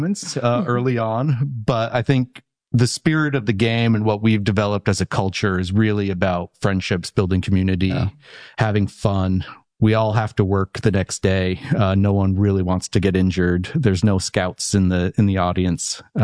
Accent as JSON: {"language": "English", "town": "Burlington", "region": "Vermont", "country": "United States", "tie": "born or raised there", "said": "I'm a local. I grew up in Vermont, in the Burlington area."}